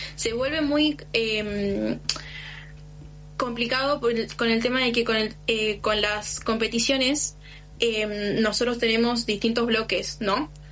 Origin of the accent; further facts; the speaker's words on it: Cipolletti, Río Negro, Argentina; Sí, primero que nada, yo soy de Cipolletti. Vivo en Cipolletti toda mi vida, viví en Cipolletti con mi familia.